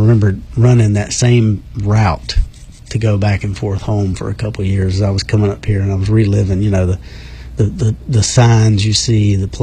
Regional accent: the South, United States; a lot of us that, you know, were born and raised in the Bible Belt

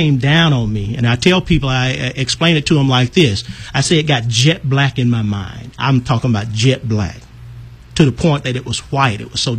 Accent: Atlanta, Georgia, United States; Because I grew up in Atlanta.

